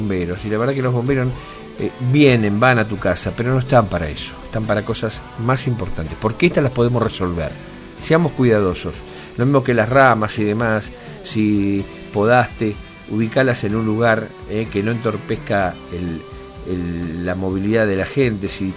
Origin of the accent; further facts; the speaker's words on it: Esquel, Chubut, Argentina; moved away; Yo provengo de Esquel